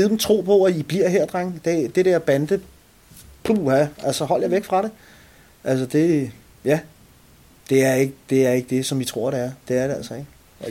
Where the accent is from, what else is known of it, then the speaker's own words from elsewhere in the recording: Copenhagen, Capital Region of Denmark, Denmark; accent: Amager dialect; Jeg er selv fra Amager, ja. Alle mine 37 år at jeg har boet her.